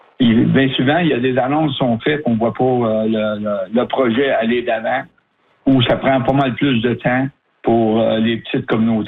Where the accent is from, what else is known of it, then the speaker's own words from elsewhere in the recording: Hearst, Ontario, Canada; moi j'ai un projet chez nous à Hearst, c'est un stationnement pour gros camions.